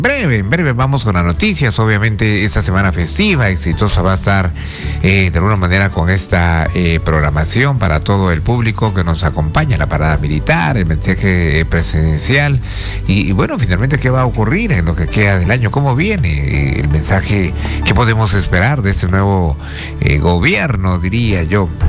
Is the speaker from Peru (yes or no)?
yes; El Alto, Piura, Peru; moved away; allá en mi pueblo nos emocionábamos temprano